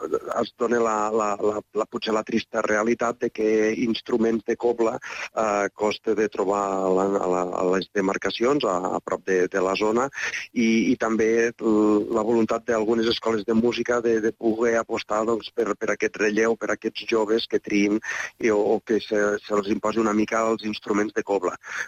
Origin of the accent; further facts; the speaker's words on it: Agramunt, Catalonia, Spain; nosaltres som d'Agramunt, de l'Urgell